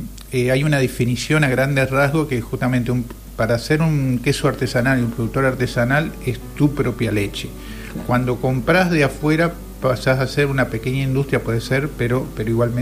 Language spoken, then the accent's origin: Spanish; Colonia, Uruguay; Todos los que somos de Colonia